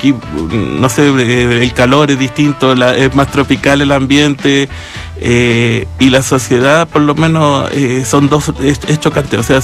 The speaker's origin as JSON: {"language": "Spanish", "town": "Los Ángeles", "region": "Biobío", "country": "Chile"}